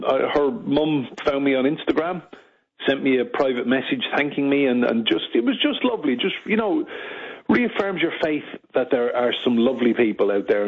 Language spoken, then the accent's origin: English; Enniscorthy, Leinster, Ireland; my hometown, Enniscorthy in County Wexford.